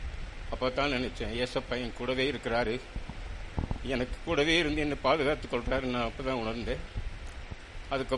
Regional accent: Coonoor, Tamil Nadu, India; moved away as an adult; now in Coimbatore, India; குன்னூர் பகுதியில் தான் நாங்கள் பிறந்து வளர்ந்தது எல்லாம் குன்னூர் தான். எஸ்ஆர்கா மூலியம் தான் நாங்கள் ஜெபிச்சு ரட்சிக்கப்பட்டோம். நான் ரட்சிக்கப்பட்டு 8 வருஷம் தான் ஆகுது.

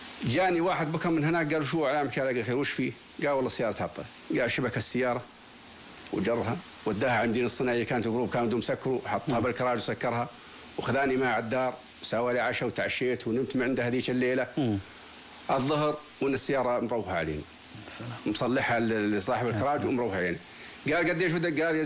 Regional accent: Jordan; احنا نعتز بأردنيتنا، نعتز بوطننا، فاننا أردنيين نعتز بهذا الوطن،

